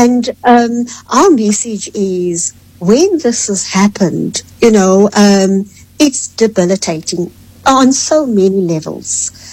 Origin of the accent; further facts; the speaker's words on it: South Africa; I will take back and claim my space as a South African citizen or as a family member or as a woman.